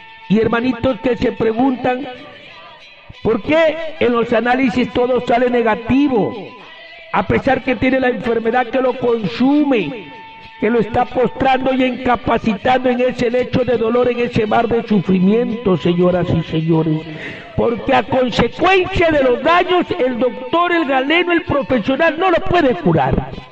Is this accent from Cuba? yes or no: no; Huancabamba, Piura, Peru; born there; now in Olmos, Peru; en mi tierra querida Huancabamba?